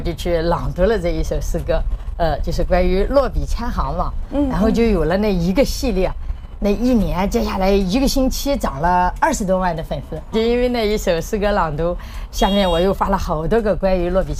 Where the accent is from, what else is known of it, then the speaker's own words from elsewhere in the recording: Shandong, China; 我生在沂蒙山，长在沂蒙山，对家乡它总是有感情。